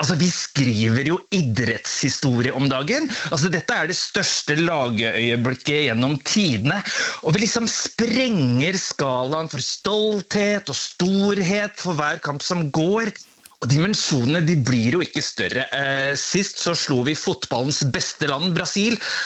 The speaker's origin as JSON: {"language": "Norwegian", "town": "Hamar", "region": "Innlandet", "country": "Norway", "tie": "born or raised there", "said": "Du, jeg skal på Stortorget i min hjemby Hamar."}